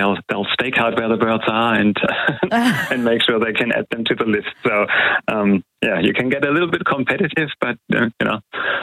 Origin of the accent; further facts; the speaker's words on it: Australia; So as an Australian, even if you watch a Hollywood movie, you'll sit up and think, oh, I know what that bird is.